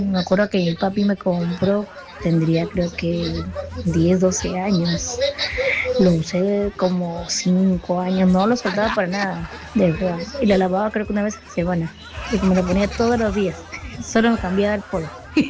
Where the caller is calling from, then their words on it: Lima, Peru; Les hablo de Villa El Salvador.